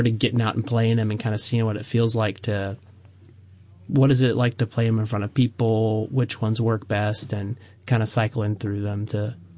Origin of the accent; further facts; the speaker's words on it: Georgia, United States; moved away as an adult; now in Kansas City, United States; I'm originally from Georgia.